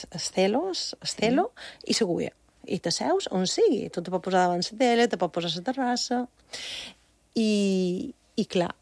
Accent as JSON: {"language": "Catalan", "town": "Bunyola", "region": "Balearic Islands", "country": "Spain"}